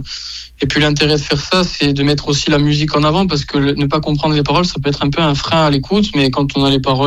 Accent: Bastia, Corsica, France; accent: Corsican; je viens de Bastia depuis toujours, je suis né là-bas, j'ai toujours vécu là-bas, j'ai eu un petit passage sur le continent pour faire un brin d'études, mais sinon, non, j'ai toujours été ici, ancré à cette île.

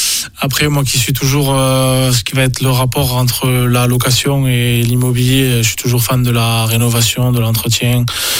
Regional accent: Occitanie, France; now in Tarn-et-Garonne, France; issu depuis une dizaine d'années sur le Tarn-et-Garonne. J'ai été également originaire de l'Aude.

